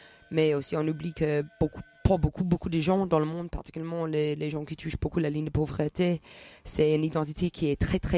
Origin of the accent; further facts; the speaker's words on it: Edmonton, Alberta, Canada; moved away as an adult; also born or lived in Montréal; En fait, j'ai quitté Edmonton à l'âge de 18 ans.